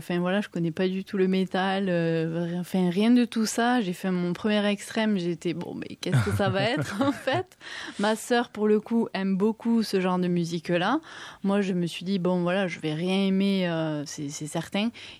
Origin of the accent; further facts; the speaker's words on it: Albi, Occitanie, France; Bah en fait, je suis originaire d'Albi, mais j'ai passé plus de 10 ans un peu bourlinguée.